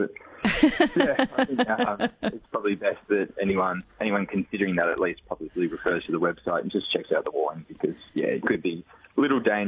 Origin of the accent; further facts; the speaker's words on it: Sale, Victoria, Australia; moved away as an adult; also born or lived in Melbourne; I grew up in Sale, and then I moved to Melbourne, as we all do, to go to uni, and I'm back to ply my trade.